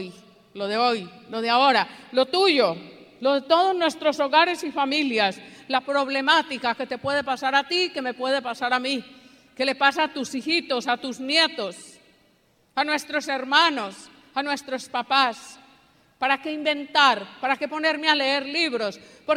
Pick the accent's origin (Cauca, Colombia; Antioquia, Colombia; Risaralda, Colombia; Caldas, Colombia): Antioquia, Colombia; Medellín; en mi tierra, en Medellín.